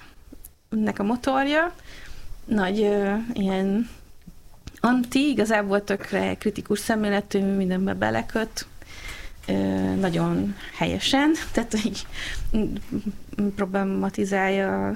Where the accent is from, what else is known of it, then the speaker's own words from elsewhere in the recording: Hódmezővásárhely, Csongrád-Csanád, Hungary; és akkor én Hódmezővásárhelyi is vagyok, úgyhogy azt hozzátettem, hogy végül is nekünk így mi körülötte élünk ennek a szobornak. Hát nem ott élök egyébként most, de hogy azért a családom ott él